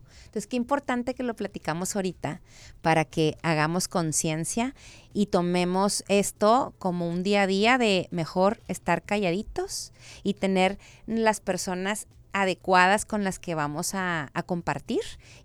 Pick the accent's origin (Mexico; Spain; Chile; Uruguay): Mexico; Monterrey, Nuevo León; yo ves que soy de Monterrey, soy regia